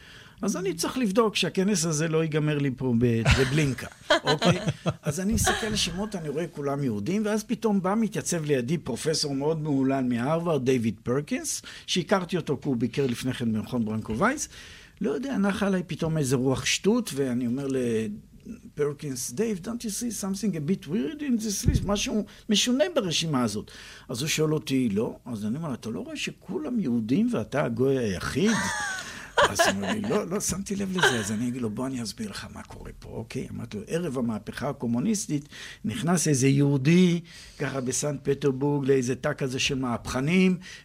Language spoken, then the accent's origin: Hebrew; Jerusalem, Jerusalem District, Israel; תראה, אצלנו בירושלים אומרים ככה